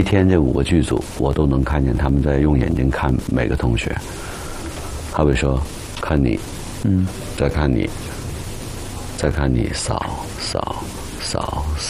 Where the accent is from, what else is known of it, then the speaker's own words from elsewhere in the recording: Guangdong, China; 你像我们广东人说话里面舌头是没有卷舌音的。